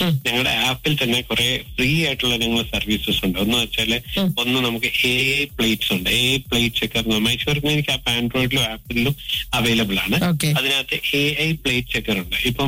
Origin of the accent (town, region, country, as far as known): Kerala, India